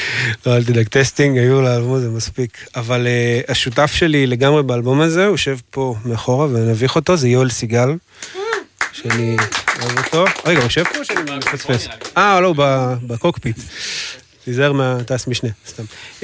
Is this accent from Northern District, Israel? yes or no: yes; Nahariya, Northern District, Israel; אני מנהריה, געתון וכפר מסריק למדנו כזה